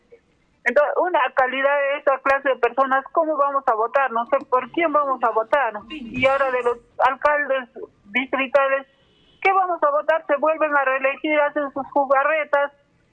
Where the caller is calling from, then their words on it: Arequipa, Peru; Yo vivo en Selva Alegre, pero en la casa de mis papás y mi DNI está en el cercado de Arequipa.